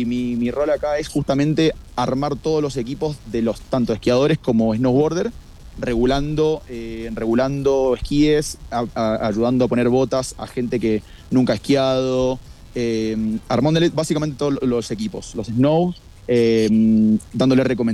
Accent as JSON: {"language": "Spanish", "region": "Mendoza", "country": "Argentina", "tie": "born there", "moved": "yes", "said": "Yo soy mendocino y nací en la montaña"}